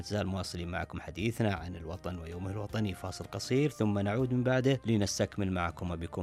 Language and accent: Arabic; Saudi Arabia; وأصبح ملحوظ ليس لنا فقط نحن كسعوديين، بل أصبح مشهود من العالم أجمع.